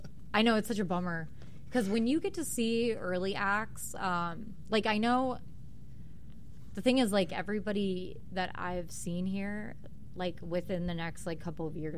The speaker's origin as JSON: {"language": "English", "town": "Tucson", "region": "Arizona", "country": "United States", "tie": "born or raised there", "said": "Growing up in Tucson is a big rodeo town, too."}